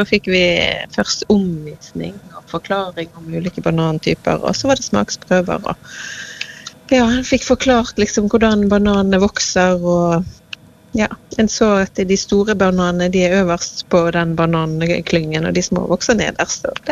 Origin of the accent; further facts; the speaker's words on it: Vestland, Norway; moved away as an adult; also born or lived in Kristiansand; now in Haugalandet, Norway; jeg er født og oppvokst utenfor Bergen.